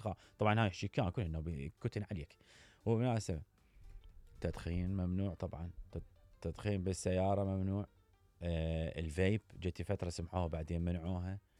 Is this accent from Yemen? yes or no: no; Iraq; أحاول ما أحكي آني عراقي حتى لا يقول العراقيين